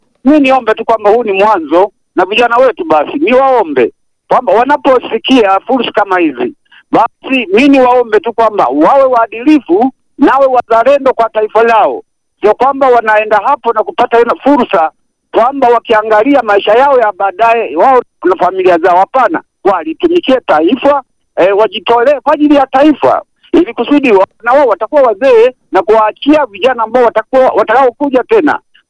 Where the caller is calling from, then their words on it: Shinyanga, Tanzania; mimi natoka Halmashauri ya Ushetu kama Shinyanga hapa.